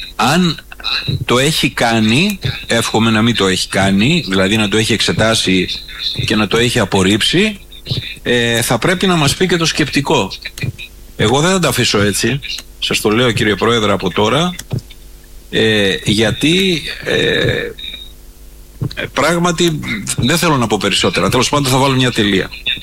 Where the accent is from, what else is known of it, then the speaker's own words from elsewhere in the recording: Lefkada, Ionian Islands, Greece; όσοι είμαστε από τη Λευκάδα